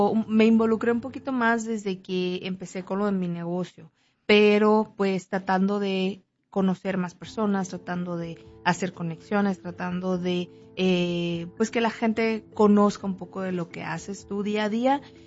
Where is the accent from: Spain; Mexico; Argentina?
Mexico; moved away; yo soy de México y mis papás tenían una tienda de abarrotes cuando era yo pequeña.